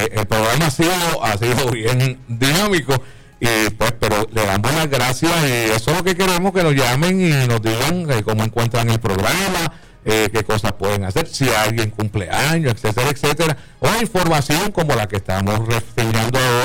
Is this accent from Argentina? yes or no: no; Puerto Rico; como boricua yo no la vi